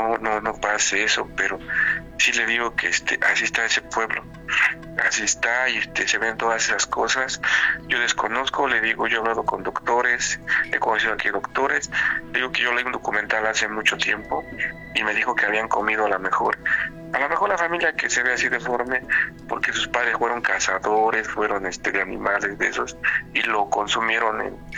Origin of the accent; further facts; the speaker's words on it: Mexico City, Mexico; Soy de Ciudad de México.